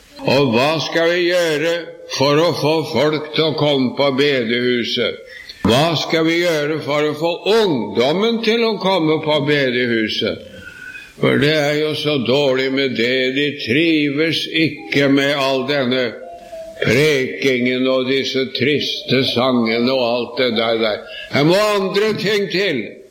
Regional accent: Sarpsborg, Østfold, Norway; born there; jeg minnes da ifra min aller første tid jeg gikk i ungdomsforeningen hjemme i Sarpsborg

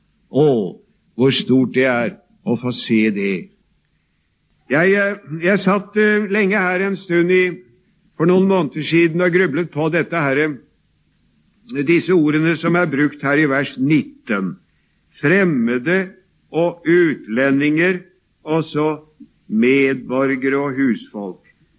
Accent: Sarpsborg, Østfold, Norway; hjemme fra min hjemby i Sarpsborg

